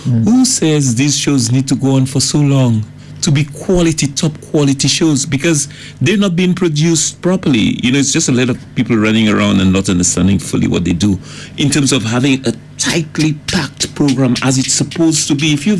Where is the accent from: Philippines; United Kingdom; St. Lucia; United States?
St. Lucia; It's a drink, strangely, when I'm away from St. Lucia, I say, oh boy, I could have drunk a nice cold malt.